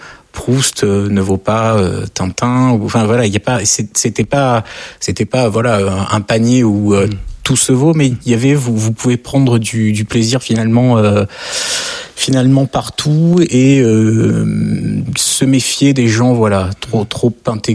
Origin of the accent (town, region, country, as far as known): France